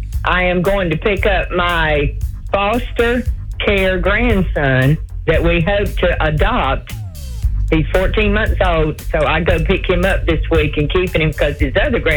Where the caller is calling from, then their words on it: Alabama, United States; I'm from Alabama